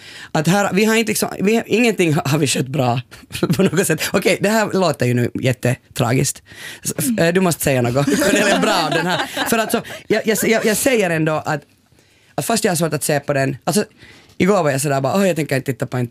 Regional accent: Porvoo, Uusimaa, Finland; alltså jag är uppvuxen i Borgå på 80-talet

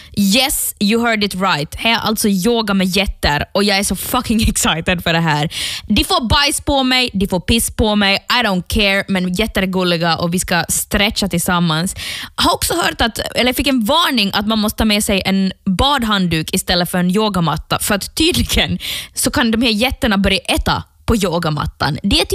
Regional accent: Ostrobothnia, Finland; now in Stockholm, Sweden; nu är jag hemma i Österbotten över sommaren

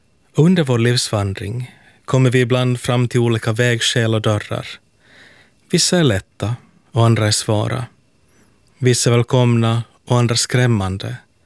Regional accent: Helsinki, Uusimaa, Finland; från Helsingfors.

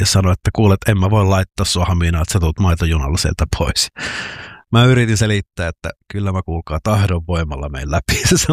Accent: Joensuu, North Karelia, Finland; moved away as an adult; now in Helsinki, Finland; minähän olen siis Joensuusta kotoisin ja siellä elin lukion loppuun sitten olin yhden välivuoden siellä hengailin

